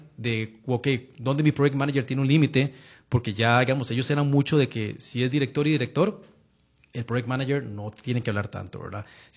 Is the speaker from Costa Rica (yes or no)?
yes; Costa Rica; moved away as an adult; como tico y latinoamericano